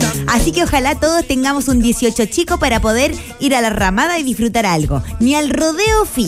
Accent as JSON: {"language": "Spanish", "country": "Dominican Republic", "said": "Y soy de la RD"}